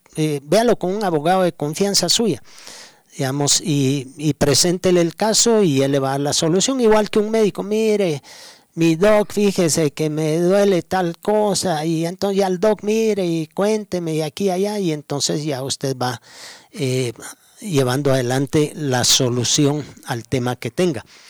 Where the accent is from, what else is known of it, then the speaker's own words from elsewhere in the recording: Guatemala; y nosotros como chapines, pues desde el momento que no está nuestra propia selección nacional